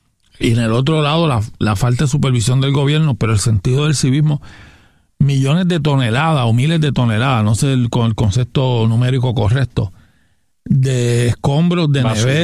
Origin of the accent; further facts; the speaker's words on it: Gurabo, Puerto Rico; yo soy de Gurabo, y ajá, gran parte del lago Carraízo está en Gurabo